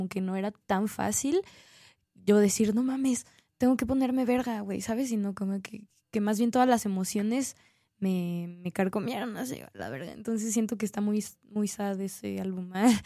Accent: Mexico; uno, como mexicano, llega con todo su pedo tribalesco, güey, acá a tocar cumbias

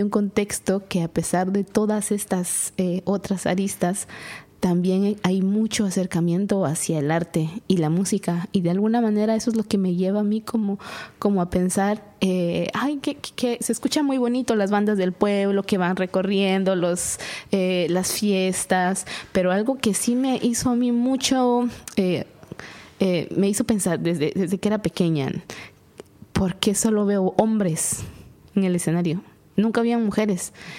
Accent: San Juan Comalapa, Chimaltenango, Guatemala; vengo de una comunidad que se llama Comalapa. Comalapa es un pueblo cachiquel que es muy reconocido en Guatemala también como un lugar donde se gesta mucho arte.

